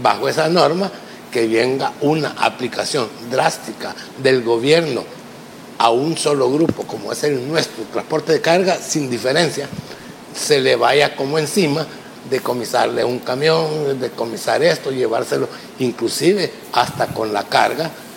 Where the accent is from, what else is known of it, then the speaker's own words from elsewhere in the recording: El Salvador; nosotros como salvadoreños